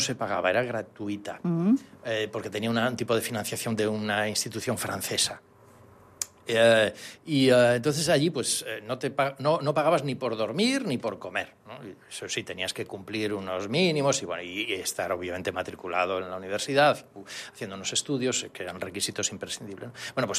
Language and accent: Spanish; Galicia, Spain; born or raised there